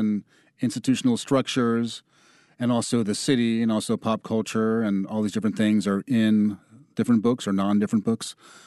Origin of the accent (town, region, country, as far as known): New York, United States; born or raised there